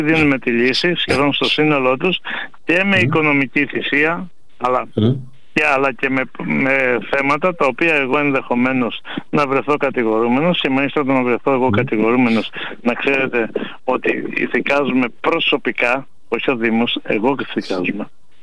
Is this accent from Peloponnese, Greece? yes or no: yes; Finikounda, Peloponnese, Greece; στο χωριό μου στη Φοινικούντα